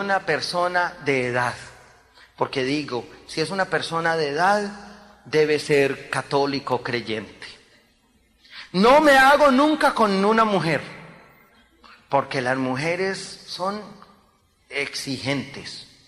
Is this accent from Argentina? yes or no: no; Medellín, Antioquia, Colombia; Yo soy colombiano